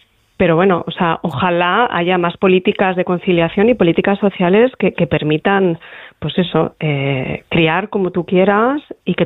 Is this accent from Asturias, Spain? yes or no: yes; Gijón, Asturias, Spain; yo soy de provincias, yo soy de Gijón además, entonces había esta cosa de no digas nada en el colegio que te van a mirar distinto, ¿no?